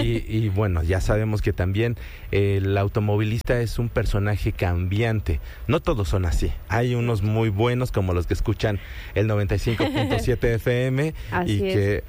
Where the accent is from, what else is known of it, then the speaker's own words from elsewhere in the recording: Mexico; nos identificamos como mexicanos